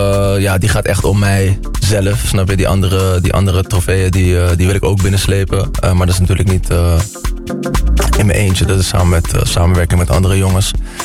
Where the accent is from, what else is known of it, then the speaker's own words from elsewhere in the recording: Rotterdam, South Holland, Netherlands; we komen uit Krooswijk, zijn later naar Rotterdam-Zuid ben ik verhuisd.